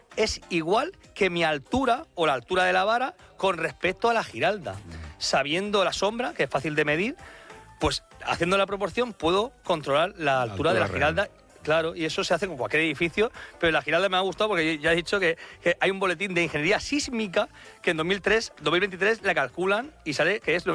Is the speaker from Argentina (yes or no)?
no; Molina, Spain